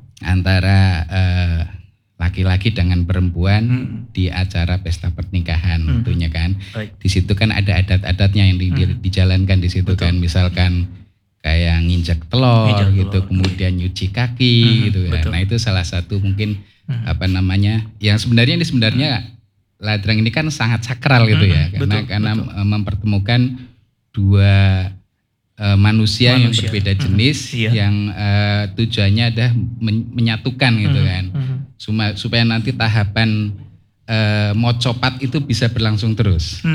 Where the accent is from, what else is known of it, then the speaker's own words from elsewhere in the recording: Java, Indonesia; Sebagai wong Jowo pada khususnya bangsa Indonesia pada umumnya.